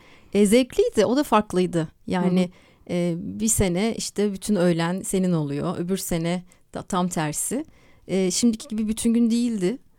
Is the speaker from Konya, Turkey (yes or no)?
no; İzmir, Turkey; moved away as an adult; also born or lived in Ankara; now in Istanbul, Turkey; Ben İzmir'de doğdum, büyüdüm. Karşıyaka'da Ankara İlkokulu'nda okudum. O yıllarda da farklı semtlerde oturduk.